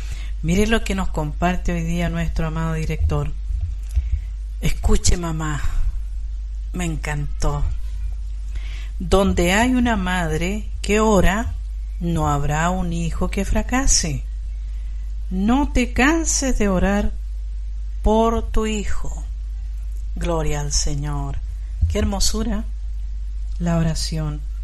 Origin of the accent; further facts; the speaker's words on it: Chile; que somos aquí los chilenos.